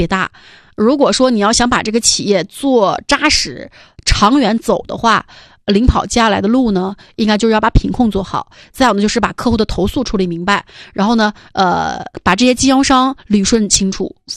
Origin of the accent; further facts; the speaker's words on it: Northeast China, China; 咱们都是东北老乡啊，咱们东北人